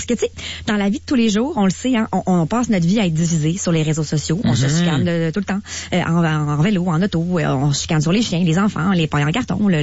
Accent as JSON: {"language": "French", "town": "Quebec City", "region": "Quebec", "country": "Canada", "tie": "born or raised there", "said": "Je viens de Québec, donc j'allais sur les plaines à chaque année. T'sais, mon adolescence s'est façonnée sur les plaines, à coup de 23 juin."}